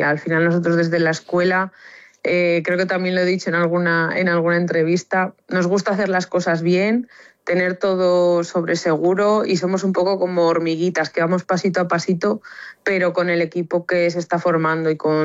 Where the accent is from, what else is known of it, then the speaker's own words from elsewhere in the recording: Salamanca, Castile and León, Spain; Yo, como sabéis, soy de Salamanca, que lo he dicho muchas veces, y me vine ya a Zamora el lunes de la semana pasada, o sea, llevo aquí prácticamente 2 semanas ya zamoranas de acogida